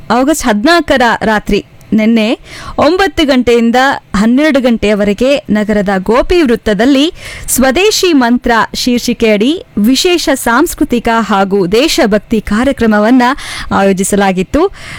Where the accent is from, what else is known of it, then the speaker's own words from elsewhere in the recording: Shivamogga, Karnataka, India; ನಮ್ಮ ಹೆಮ್ಮೆಯ ಶಿವಮೊಗ್ಗದಲ್ಲಿ ಖುಷಿಯಾಗತ್ತೆ. ನಾವು ಈ ಒಂದು ಮಣ್ಣಿನಲ್ಲಿ ಹುಟ್ಟಿ ಈ ಒಂದು ನಾಡಲ್ಲಿ ಈ ಒಂದು ನಮ್ಮ ಊರಲ್ಲಿ ಇದ್ದೀವಿ